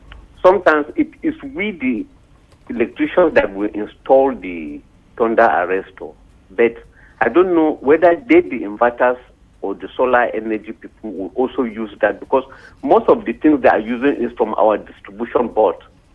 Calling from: Ikorodu, Lagos, Nigeria; calling from Ikorodu.

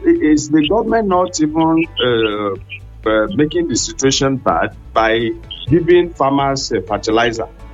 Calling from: Lambe, Nigeria; From Lambe.

